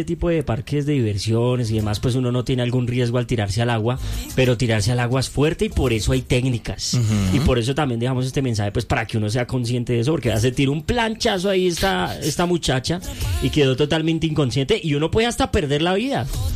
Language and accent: Spanish; Bogotá, Bogotá Capital District, Colombia; para los que somos de aquí de Bogotá